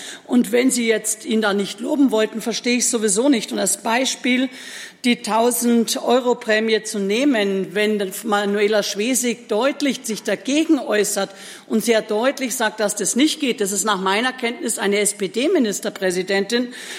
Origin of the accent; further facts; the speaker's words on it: Germany; außer dass wir als Deutsche dort uns hingegangen sind